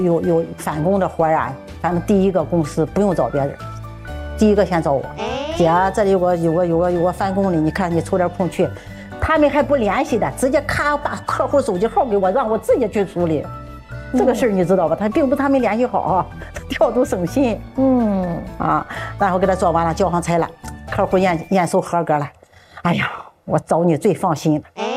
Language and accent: Chinese; Shandong, China; moved away as an adult; now in Beijing, China; 我们是外地人，在北京考不了大学，孩子考不了大学，他是山东户口，只能上到初中、高中都得回老家。